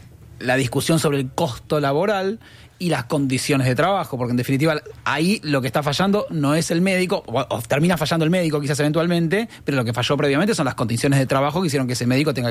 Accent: Argentina; now in Montevideo, Uruguay; no solo vivo en Montevideo, sino que además soy argentino.

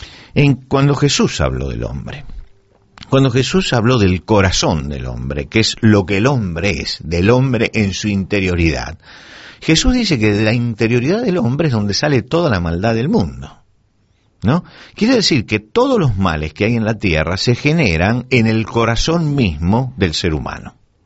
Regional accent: Argentina; yo recuerdo en mi país, en Argentina

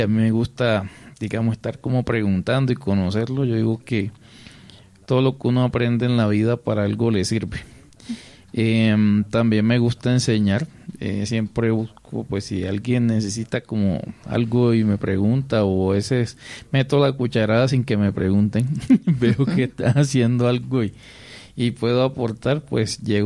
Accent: Arjona, Bolívar, Colombia; pues yo soy de Arjona a Bolívar, yo iba desplazándome de Arjona hacia Cartagena para la universidad

